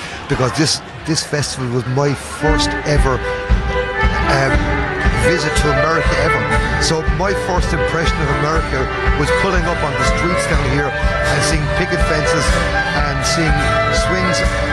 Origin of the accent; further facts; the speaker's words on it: Ireland; also born or lived in Bronx, New York; And, yeah, I come from Ireland